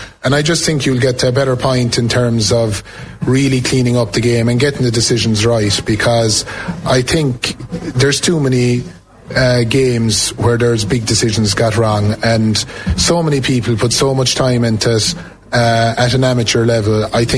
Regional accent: Lixnaw, Munster, Ireland; I come from Lixnaw. I come from a hurling area.

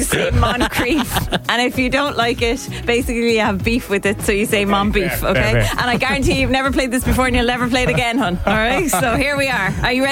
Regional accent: Wexford, Leinster, Ireland; And like, I'm not even from Waterford. I'm a Wexford girl, but I suppose I work here.

